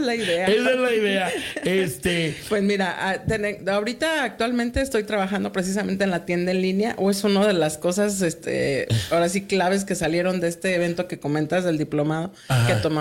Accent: Mexico; Quise traer este que es de México, de mi tierra.

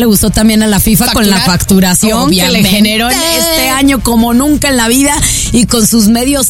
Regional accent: Guadalajara, Jalisco, Mexico; Bueno, pues nosotras somos las tapatías que importaron de este Guadalajara, Guadalajara, Jalisco, México.

